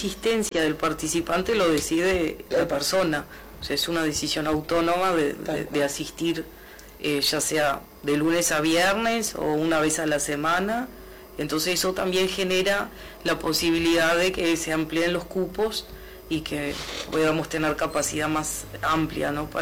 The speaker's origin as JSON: {"language": "Spanish", "town": "Tranqueras", "region": "Rivera", "country": "Uruguay", "said": "todos los funcionarios que hoy contemplan el equipo de trabajo somos de Tranqueras."}